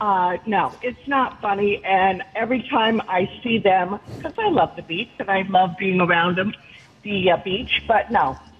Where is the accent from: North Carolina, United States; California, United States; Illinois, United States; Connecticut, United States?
California, United States; When I was growing up in California, a sky rat decided, sorry, it's lunchtime, Marjorie, to let loose on my head.